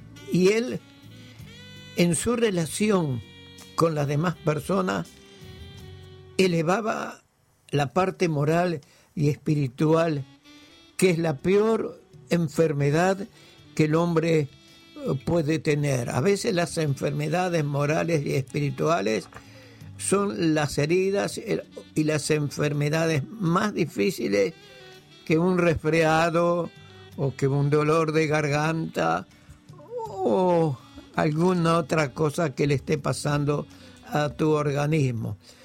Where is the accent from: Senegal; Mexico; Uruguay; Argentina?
Uruguay